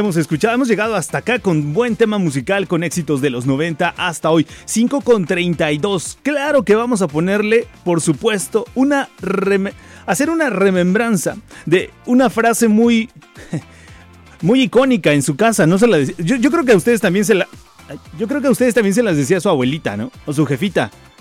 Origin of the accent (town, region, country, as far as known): Mexico